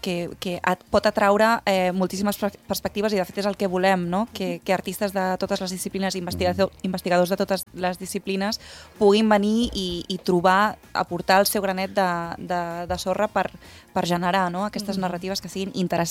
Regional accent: Barcelona, Catalonia, Spain; now in Mallorca, Spain; jo soc de Barcelona, però clar, ara estic vivint aquí

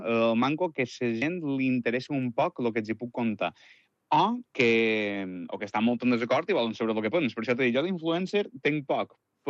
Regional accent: Sineu, Balearic Islands, Spain; I jo he nascut i m'he criat i visc encara dia d'avui a Sineu.

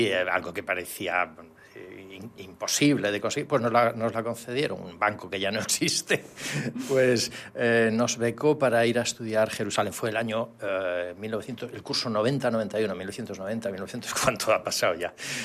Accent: Galicia, Spain; now in Mallorca, Spain; yo soy del norte de Galicia, de tierra de marinos, y por tanto, pues aquí en Mallorca estoy encantado, que estoy como en mi tierra

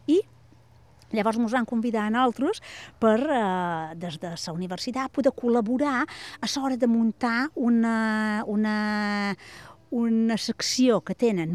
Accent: Ferreries, Balearic Islands, Spain; som menorquina

